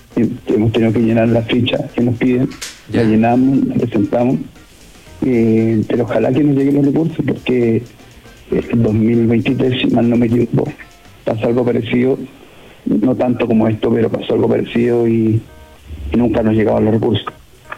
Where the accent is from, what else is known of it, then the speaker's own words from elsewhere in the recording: La Ligua, Valparaíso, Chile; Bueno, yo soy nacido y criado acá en La Ligua, soy liguano, liguano, porque acá nos diferenciamos cuando uno nace en La Ligua, el liguano